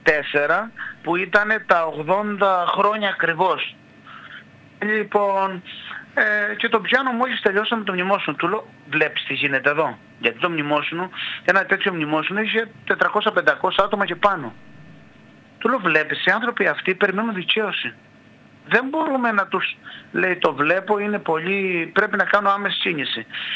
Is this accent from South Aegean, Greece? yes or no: no; Crete, Greece